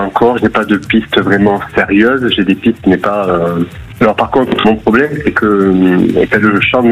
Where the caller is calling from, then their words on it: Argelès-sur-Mer, Occitanie, France; j'appelle d'Argelès-sur-Mer.